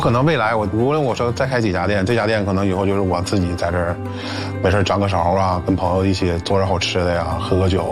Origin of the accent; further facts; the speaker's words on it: Heilongjiang, China; moved away; 因为我是黑龙江人嘛